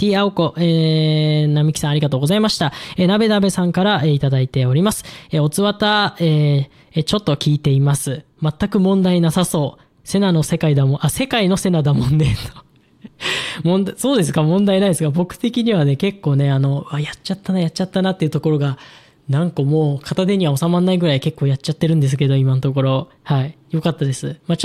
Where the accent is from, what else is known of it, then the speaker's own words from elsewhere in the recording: Ibaraki, Japan; 僕もね、茨城県出身なので